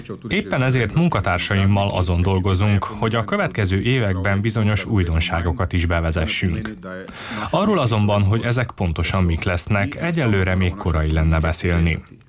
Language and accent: Hungarian; Lendava, Mura, Slovenia; úgy éreztem, hogy szeretnék visszatérni a szülővárosomba